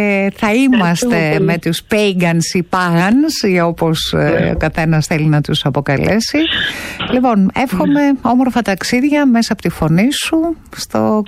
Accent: Serres, Central Macedonia, Greece; Να βάλεις και από τα Σέρας. Εγώ είμαι από τα Σέρας.

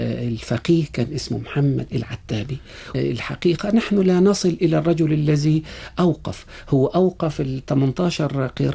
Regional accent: Monufia Governorate, Egypt; نشأت في قرية فقيرة وبجوارها قرية غنية، وكنا في الوقت اللي هو قبل الإصلاح الزراعي. قريتنا نادر كان فيها عدد من الفلاحين، معظمهم ممن يستأجرون الأرض.

